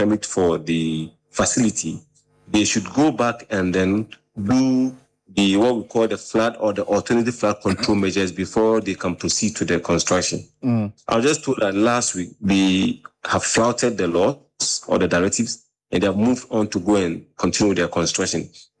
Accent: Accra, Greater Accra, Ghana; I grew up in Bema Camp.

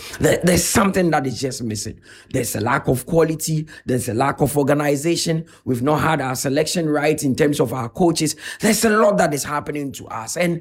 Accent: Ghana; I'm patriotic. I'm a Ghanaian.

